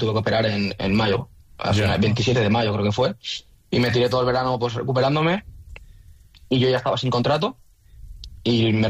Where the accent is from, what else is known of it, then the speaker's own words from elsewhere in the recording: Valencia, Valencian Community, Spain; mucha gente te piensa que soy de Cullera, pero soy de Valencia. O sea, yo he veraneado toda la vida en Cullera.